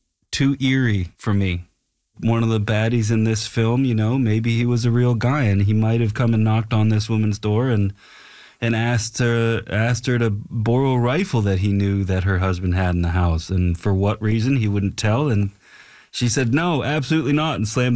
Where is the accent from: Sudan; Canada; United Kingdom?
Canada; Nova Scotia; moved away as an adult; now in Los Angeles, United States